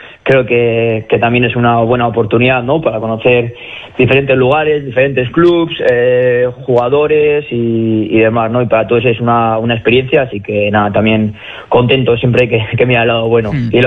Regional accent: Logroño, La Rioja, Spain; soy también de Logroño, de La Rioja

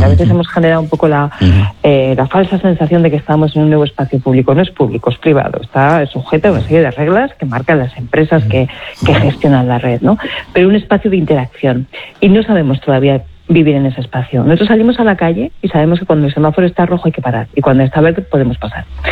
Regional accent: Aragon, Spain; fíjate, yo soy aragonesa, en el Pirineo muchos valles fueron anegados

